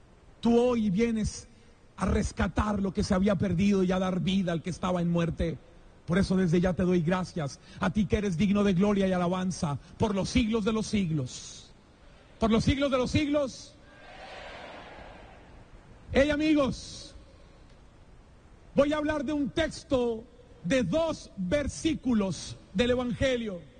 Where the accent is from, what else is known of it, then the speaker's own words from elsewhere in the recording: Colombia; soy colombiano.